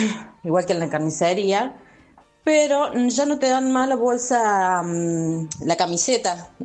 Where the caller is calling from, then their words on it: Córdoba, Argentina; acá te habla … Vos sabés que acá hace años, en Córdoba, que ya no usamos bolsas de compras.